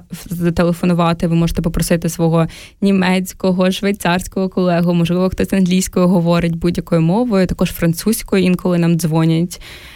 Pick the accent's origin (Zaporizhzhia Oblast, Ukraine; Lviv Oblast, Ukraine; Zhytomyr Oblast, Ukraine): Zaporizhzhia Oblast, Ukraine; Zaporizhzhia; Я виросла в Запоріжжі, в прекрасному місці, я дуже люблю.